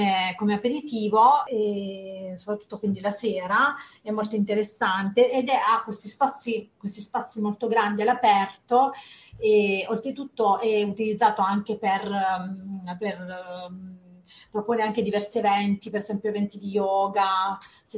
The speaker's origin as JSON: {"language": "Italian", "region": "Apulia", "country": "Italy", "said": "perché sono pugliese, come appunto si può sentire"}